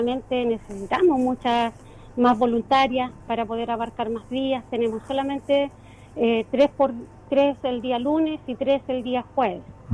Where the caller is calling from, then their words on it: Yungay, Ñuble, Chile; aquí en Yungay somos 6 voluntarias de Damas de Blanco